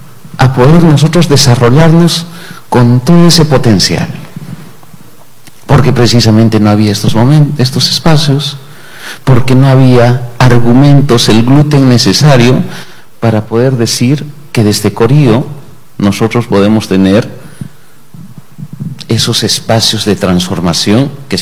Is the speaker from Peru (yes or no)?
yes; Peru; somos peruanos